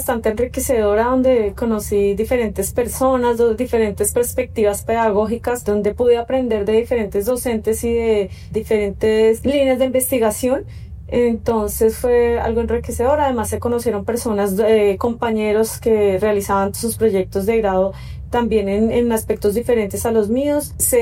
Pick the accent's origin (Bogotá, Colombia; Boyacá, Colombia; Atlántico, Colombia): Bogotá, Colombia; also born or lived in Fusagasugá; Soy una mujer que ha vivido casi toda su vida acá en la ciudad de Bogotá. Yo nací en Fusagasugá, pero he vivido en Bogotá gran parte de mi tiempo